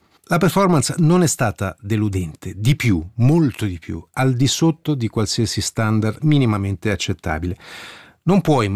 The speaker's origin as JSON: {"language": "Italian", "region": "Italian-speaking Switzerland", "country": "Switzerland", "tie": "born or raised there", "said": "molti di noi che vivendo e crescendo nella Svizzera italiana degli anni 60-70"}